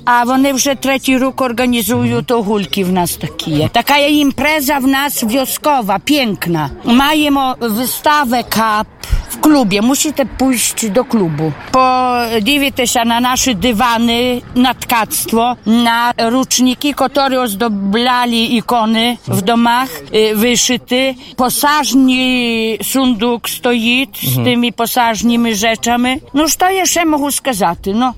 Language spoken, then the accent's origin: Polish; Rohacze, Podlaskie Voivodeship, Poland; also born or lived in Białystok; Ja pochodzę z Rohacz, z siejej wioski. Urodziła się tutaj w Rohaczach. Potem wyjechała do Białostoku do roboty, ale na emeryturę zjechała siuda.